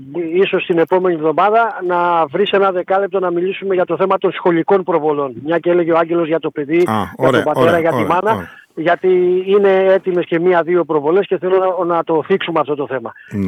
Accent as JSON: {"language": "Greek", "town": "Patras", "region": "Western Greece", "country": "Greece", "tie": "born there", "said": "Εμένα η Πάτρα θα είναι η πόλη μου"}